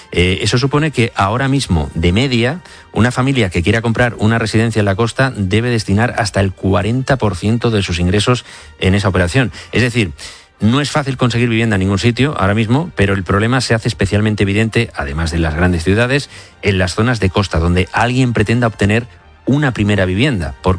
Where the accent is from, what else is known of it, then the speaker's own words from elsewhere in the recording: Mediterranean coast, Spain; born there; now in Madrid, Spain; a los que nacimos en el Mediterráneo, como canta … pero nos vinimos a vivir al interior